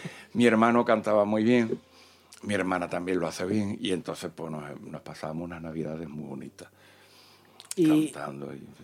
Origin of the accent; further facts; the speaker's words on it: Huelva, Andalusia, Spain; Me crié en Huelva, mis dos hermanas y mi madre eran las que cantaban en la casa.